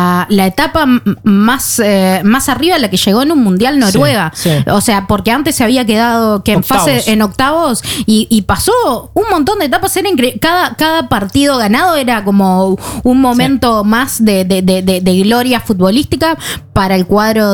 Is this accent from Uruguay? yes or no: yes; Uruguay; Yo como uruguaya